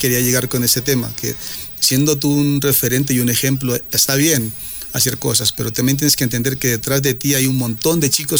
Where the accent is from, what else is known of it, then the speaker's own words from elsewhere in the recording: Quinindé, Esmeraldas, Ecuador; yo soy de Quinindé, conozco a Pacho, conozco a Angulo, a Nilsson, son gente del pueblo